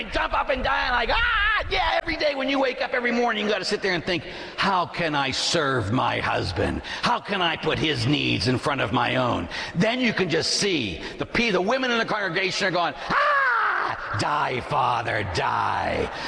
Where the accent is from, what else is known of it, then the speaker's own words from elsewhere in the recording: Pittsburgh, Pennsylvania, United States; You know, growing up in Pittsburgh, both my parents were cops